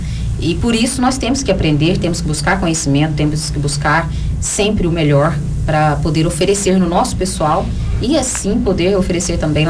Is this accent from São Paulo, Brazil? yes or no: no; Minas Gerais, Brazil; accent: mineirês; porque eu sou mineira, sou humilde. Como você diz, o mineirês aí, né?